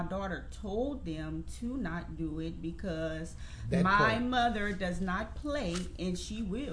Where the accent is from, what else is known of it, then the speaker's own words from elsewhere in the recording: Lafayette, Louisiana, United States; I'm born and raised in Lafayette, Louisiana.